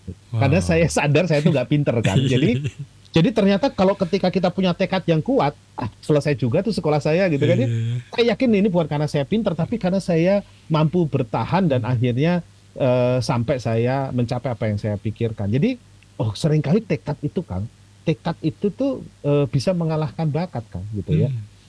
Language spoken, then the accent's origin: Indonesian; Java, Indonesia; Nah ini saya orang Jawa.